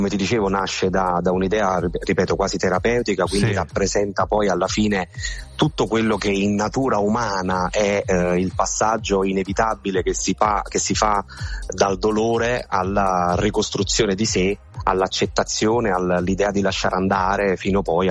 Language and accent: Italian; Naples, Campania, Italy; moved away; also born or lived in Rome / Milan; mi sono avvicinato alle mie radici, alla mia terra, anche perché io sono nato un po' da lì